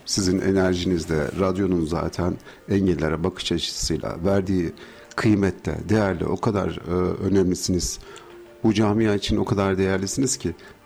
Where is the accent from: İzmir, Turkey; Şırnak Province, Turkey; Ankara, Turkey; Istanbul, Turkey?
Ankara, Turkey; born there; Ben 1970 Ankara doğumluyum. Yani 55 yaşındayım.